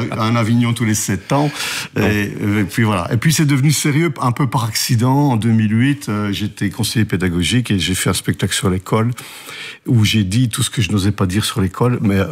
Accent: Charleroi, Wallonia, Belgium; moved away as an adult; now in Carnières, Belgium; Je suis Carolo, mais j'habite dans la région du centre depuis 25 ans par amour. Donc j'ai émigré, j'ai fait 25 bornes, j'habite Carnières.

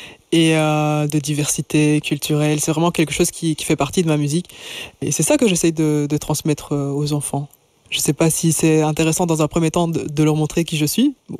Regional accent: Liège, Wallonia, Belgium; now in Brussels, Belgium; de base, je suis liégeoise

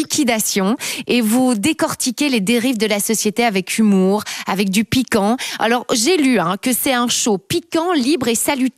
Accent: Belgium; même chez nous en Belgique.

